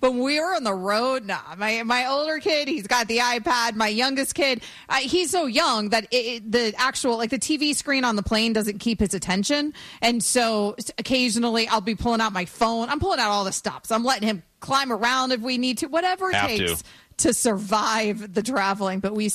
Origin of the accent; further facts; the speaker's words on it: United States; But as an American, is there something to it if Belgium was to win this that we don't have to feel as bad about what Belgium did to us?